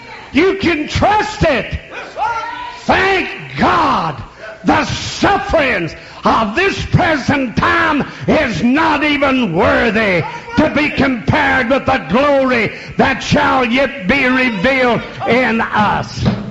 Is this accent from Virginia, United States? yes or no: no; Kentucky, United States; moved away; I was from Kentucky, and especially from Jackson County